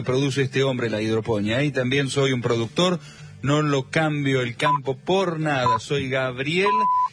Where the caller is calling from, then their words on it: Yerba Buena, Tucumán, Argentina; de Yerba Buena, muchas gracias.